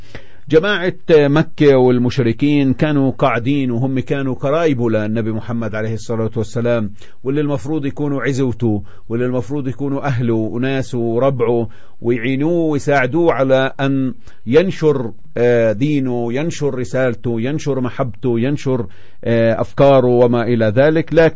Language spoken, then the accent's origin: Arabic; Palestine; احنا اليوم كفلسطينية